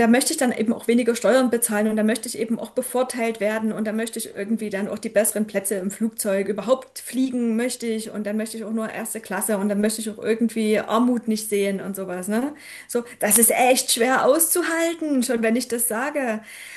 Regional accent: Saxony, Germany; born or raised there

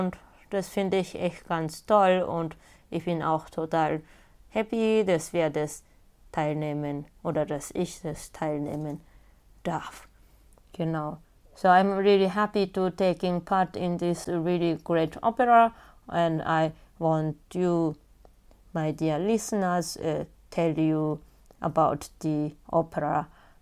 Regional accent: Japan; moved away; I come from Japan

